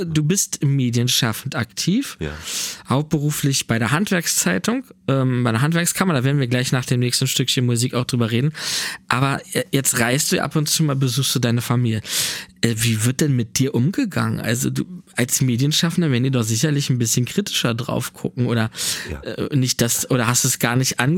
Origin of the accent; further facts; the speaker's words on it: Germany; Wir sollten vielleicht als Deutsche